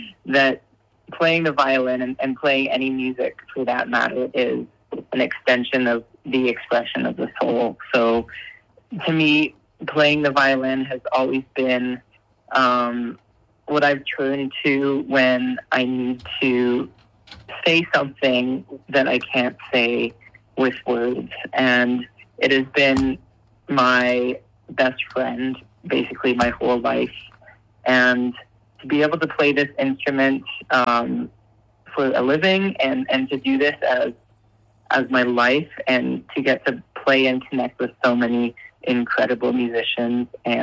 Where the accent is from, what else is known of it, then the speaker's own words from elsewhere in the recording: Canada; now in Los Angeles, United States; I'm a violinist from Canada living in Los Angeles